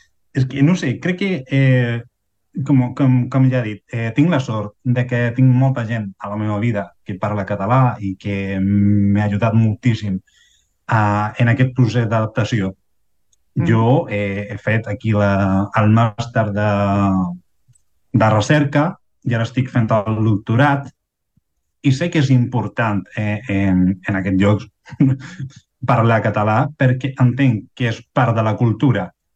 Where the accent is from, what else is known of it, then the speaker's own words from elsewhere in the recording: Chile; first language Spanish; Catalan is a second language; moved away as an adult; now in Catalonia, Spain; Jo he nascut a Xile, tinc família al nord d'Espanya i totes aquestes coses, però és com tota la vida de Xile i tota la meva socialització ha sigut en castellà.